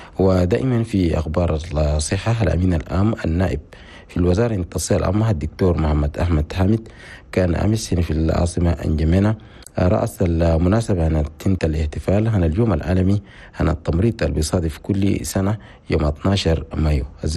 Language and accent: Arabic; Chad; في بلدنا تشاد.